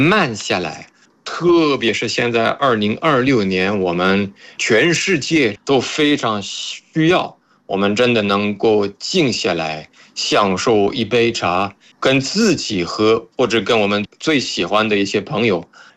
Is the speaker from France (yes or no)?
yes; France; Chinese is a second language; now in China; 我是法国人，然后